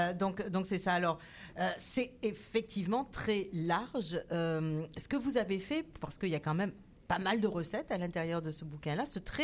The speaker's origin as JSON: {"language": "French", "town": "Montreal", "region": "Quebec", "country": "Canada", "said": "Je suis une Montréalaise"}